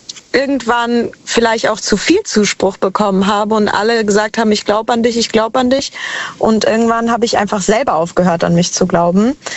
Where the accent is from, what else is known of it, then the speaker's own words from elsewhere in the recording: Cologne, North Rhine-Westphalia, Germany; Ich bin aus Köln.